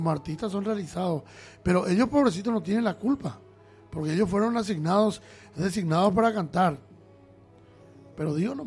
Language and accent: Spanish; Paraguay; Lamentablemente esto, una vez más, se va a reflejar nuestra cultura y nuestro nivel de preparación como paraguayo.